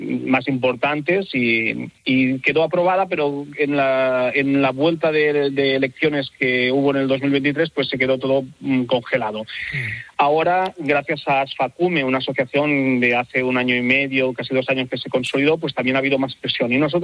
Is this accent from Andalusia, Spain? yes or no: no; Catalonia, Spain; now in Barcelona, Spain; Pues otra vez viviendo en Barcelona, nosotros somos de la Garrocha, de la comarca ahí a lo alto de Cataluña